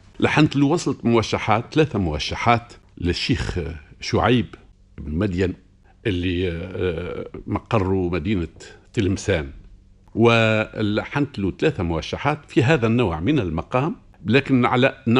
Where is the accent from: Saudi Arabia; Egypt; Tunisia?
Tunisia; أنا كملحن تونسي